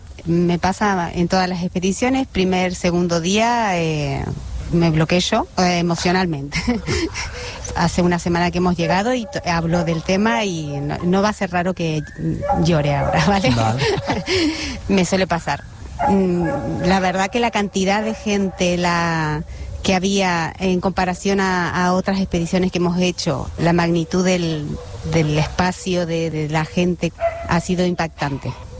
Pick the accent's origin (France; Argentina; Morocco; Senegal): Argentina; Patagonia; now in Mataró, Spain; sóc de la Patagònia Argentina, però visc a Mataró.